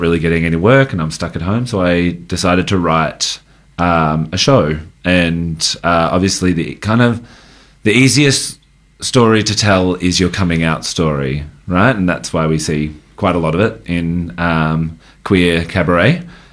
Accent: Victoria, Australia; I grew up in the Mallee

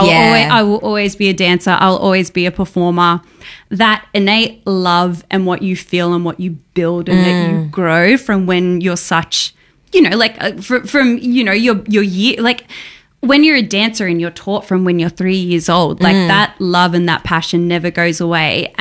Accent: Australia

